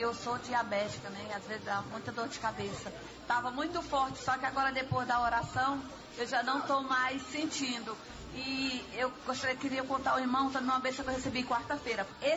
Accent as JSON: {"language": "Portuguese", "town": "Cachoeiras de Macacu", "region": "Rio de Janeiro", "country": "Brazil", "said": "Eu venho lá de Cachoeira de Macacu para fazer essa campanha."}